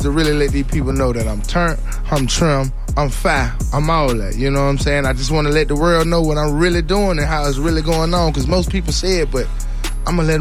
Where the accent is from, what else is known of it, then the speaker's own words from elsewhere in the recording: the South, United States; I'm from the South, for real.